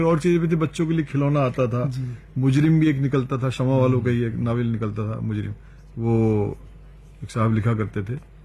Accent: Uttar Pradesh, India; first language Urdu; और चूंकि मैं एक ऐसे इलाके का रहने वाला हूं जहां उर्दू मादरी जबान है, यूपी से हूं मैं

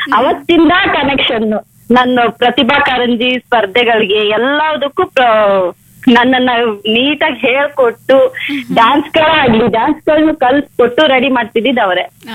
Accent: Chitradurga, Karnataka, India; born there; also born or lived in Madhugiri; ನಾನ್ ಮಧುಗಿರಿಲಿ ಓದ್ತಿದ್ದೆ, ನಾಲ್ಕನೇ ಕ್ಲಾಸ್ ವರ್ಗೂ ನಾನ್ ಮಧುಗಿರಿಲೇ ಓದ್ತಿದ್ದು. ಐದನೇ ಕ್ಲಾಸ್ಗೆ ಅಂತ ನಮ್ಮೂರಿಗೆ ಬಂದೆ, ನಮ್ಮೂರು ನಮ್ ನೇಟಿವ್ ಬಂದು ಚಿತ್ರದುರ್ಗ

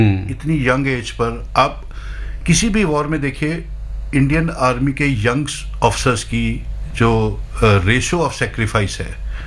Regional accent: Rohtak, Haryana, India; मैं रोहतक का रहने वाला हूँ

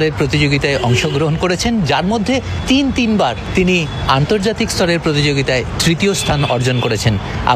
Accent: India

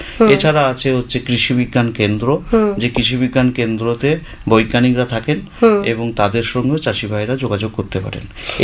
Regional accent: West Bengal, India

